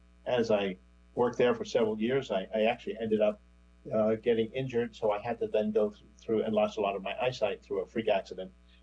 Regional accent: Silver Spring, Maryland, United States; As I said, I'm from Silver Spring, Maryland

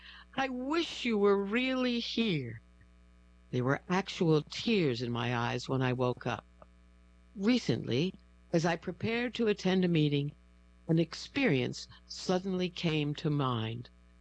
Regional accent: Idaho Falls, Idaho, United States; I am from Idaho Falls, I told him.

